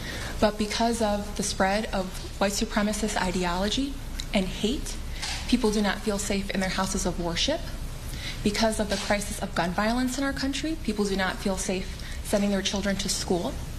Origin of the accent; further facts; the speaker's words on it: Palatine, Illinois, United States; But I'm originally from Palatine. That is where I was born and raised